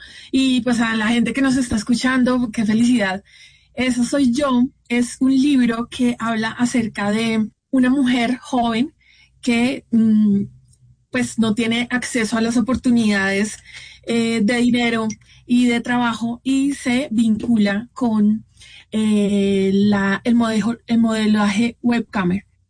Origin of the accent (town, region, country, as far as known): Bogotá, Colombia